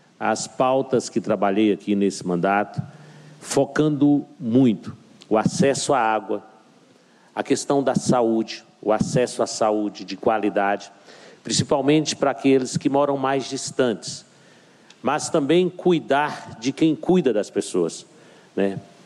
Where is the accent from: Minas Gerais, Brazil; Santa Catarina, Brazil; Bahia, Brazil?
Minas Gerais, Brazil; de onde eu venho, que são os vales do Jequitinhonha e do Mucuri.